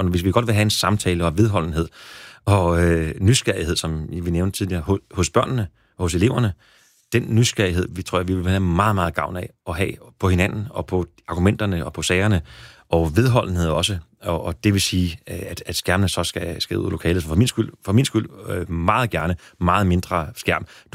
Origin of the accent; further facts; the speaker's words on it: Næstved, Zealand, Denmark; Jamen, jeg var blevet konfirmeret, købte jeg et brugt stereoanlæg der hjemme på Kildemarks fra i Næstved.